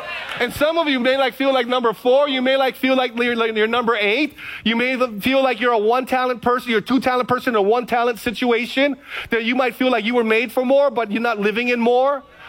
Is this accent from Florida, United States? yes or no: no; Hawaii, United States; now in Kaneohe, United States; I'm from the Big Island, FBI. Kaneohe, I'm in Kaneohe, get plenty of rain.